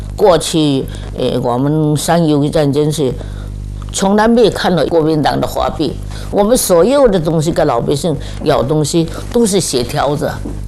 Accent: Fujian, China; born there

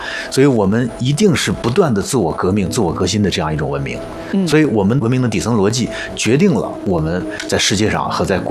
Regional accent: China; 我们中国人民、我们的文化也不会允许的。

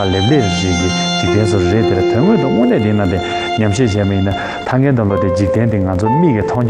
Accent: Beijing, China; 我们团队人，我来自北京，我是每个牛塘的

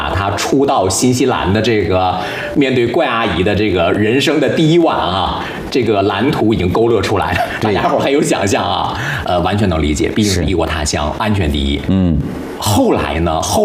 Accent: China; moved away; 我们中国人吧

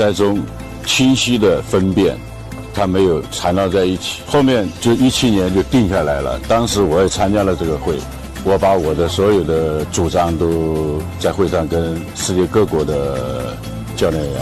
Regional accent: China; 我来自中国，因为我们的训练基地就在东莞

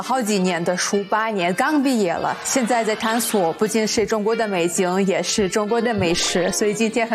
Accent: Russia; Chinese is a second language; moved away as an adult; now in China; 我来自俄罗斯贾延年格勒。在中国读了好几年的书，八年刚毕业了，

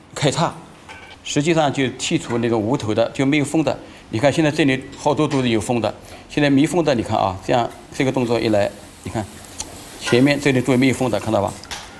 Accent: Yangzhou, Jiangsu, China; moved away as an adult; now in Shanghai, China; 我是扬州人嘛

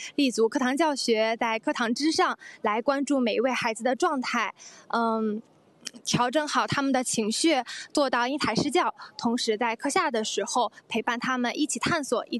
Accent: Qingdao, Shandong, China; 我是土生土长的青岛人，也非常幸运地回到咱们青岛来任教

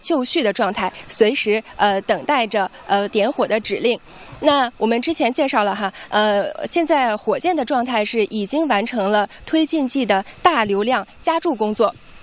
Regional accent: China; 那十这个数字对我们中国人来说呢，它是一个代表着圆满的数字

